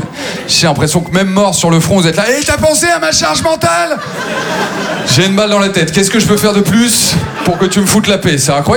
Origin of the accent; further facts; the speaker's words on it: Maubeuge, Hauts-de-France, France; J'ai grandi à Maubeuge, c'est la 7e ville la plus pauvre de France.